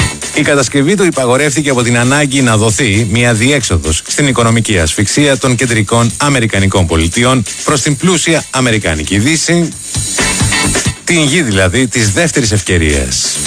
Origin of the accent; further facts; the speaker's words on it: Athens, Attica, Greece; ένα μικρό στενάκι στο κέντρο της Αθήνας, εκεί που γεννήθηκα, όπως το θυμάμαι, στα παιδικά μου